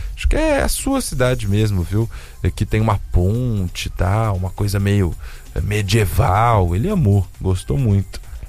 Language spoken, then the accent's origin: Portuguese; Campinas, São Paulo, Brazil; Olha, sou de Campinas, amo minha cidade, sempre falo dela aqui